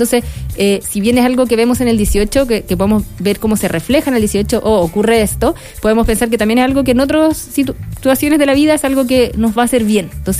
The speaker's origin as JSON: {"language": "Spanish", "country": "Chile", "said": "somos chilenos, tú eres chilena, yo soy chileno"}